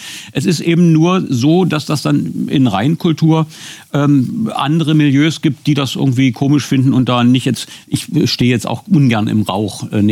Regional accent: East Germany, Germany; Nein, ich komme ja nur aus dem Osten, da sahen die Parks definitiv anders aus.

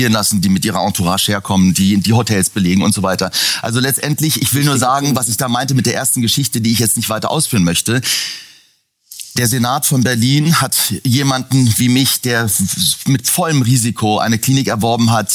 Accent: Iran; Und natürlich bin ich als Iraner besonders empfindlich auf die Thematik des hier im Westen aufkommenden Islamismus

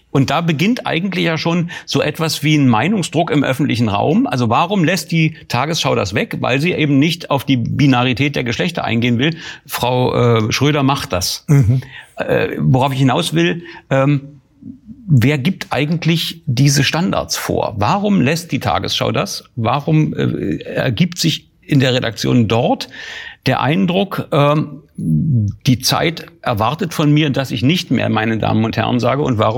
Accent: Germany; Ich komme ja aus der DDR

